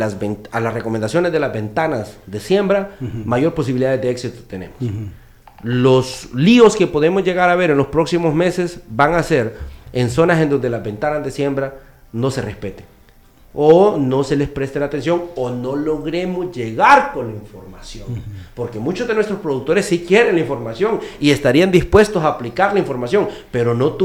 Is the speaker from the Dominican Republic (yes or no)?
no; Honduras; Nosotros nos tenemos que empapar como sociedad hondureña